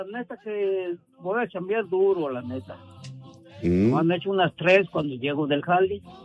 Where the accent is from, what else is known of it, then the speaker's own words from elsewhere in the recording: Tres Palos, Guerrero, Mexico; yo soy de Tres Palos